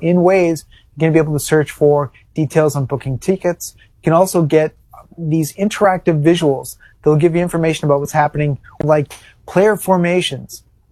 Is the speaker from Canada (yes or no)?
yes; Canada; it's weird being Canadian because we're kind of in between the UK and the American experience.